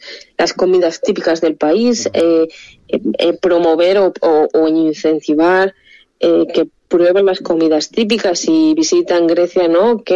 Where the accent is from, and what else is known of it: Valladolid, Castile and León, Spain